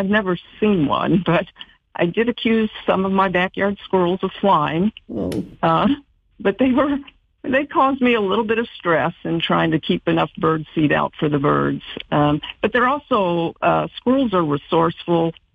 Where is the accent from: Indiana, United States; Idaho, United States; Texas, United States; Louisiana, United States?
Indiana, United States; Indianapolis; moved away as an adult